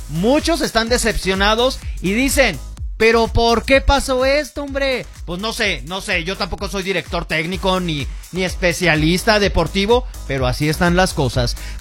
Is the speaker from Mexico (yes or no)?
yes; Mexico; somos mexicanos